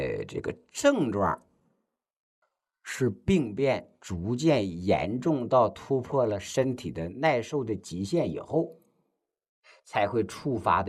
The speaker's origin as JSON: {"language": "Chinese", "country": "China", "said": "就是未来我们中国人要实现的这个健康标准"}